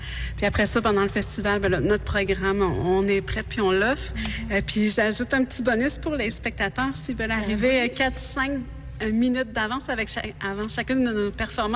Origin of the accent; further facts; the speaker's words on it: Montmagny, Quebec, Canada; Oui, ben, je suis née à Québec officiellement, mais mes parents après ça sont déménagés rapidement à Montmagny parce que mon père avait un emploi, il a pris emploi là-bas.